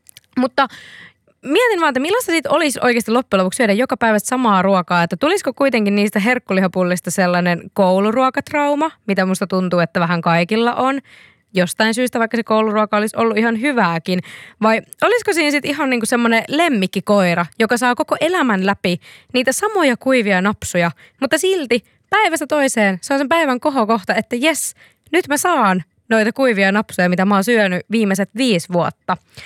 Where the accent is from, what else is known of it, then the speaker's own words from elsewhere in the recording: Seinäjoki, South Ostrobothnia, Finland; Seinäjoki, jossa olen ala- ja yläasteeni muun muassa käynyt